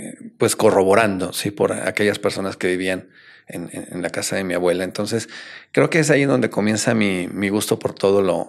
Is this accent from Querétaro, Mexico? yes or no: yes; Querétaro, Mexico; born there; yo soy mexicano, tengo actualmente 45 años de edad. Yo nací un 8 de octubre del 79 en la ciudad de Querétaro, México, de familia pues muy católica